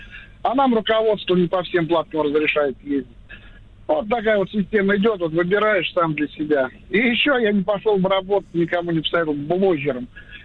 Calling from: Tambov, Tambov Oblast, Russia; Да, город Тамбов.

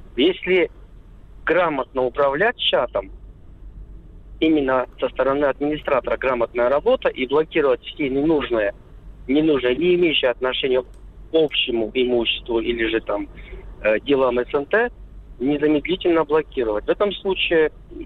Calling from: Murom, Vladimir Oblast, Russia; я из Мурома.

